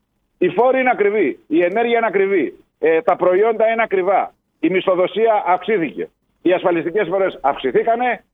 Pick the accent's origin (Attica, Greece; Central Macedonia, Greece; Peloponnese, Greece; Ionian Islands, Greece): Ionian Islands, Greece; Corfu; σεβόμαστε την Κέρκυρα, σεβόμαστε το νησί μας